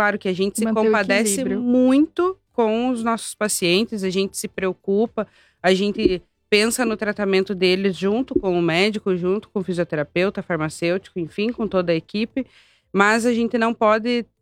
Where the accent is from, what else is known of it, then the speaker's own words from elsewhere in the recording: Santa Catarina, Brazil; moved away as an adult; Do norte de Santa Catarina, pra trabalhar no hospital aqui